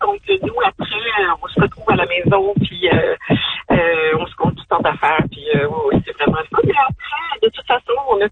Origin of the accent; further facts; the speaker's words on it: Montreal, Quebec, Canada; Moi, j'aime beaucoup Montréal. Je suis vraiment de Montréalaise.